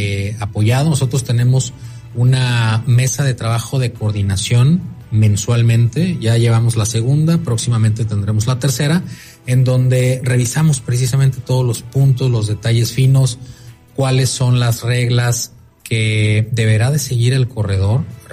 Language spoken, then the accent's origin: Spanish; Manzanillo, Colima, Mexico; yo soy de Manzanillo, como manzanillenses, pues yo pasaba, me acuerdo, antes a la escuela y al bachillerato 8, y volteaba y veía los contenedores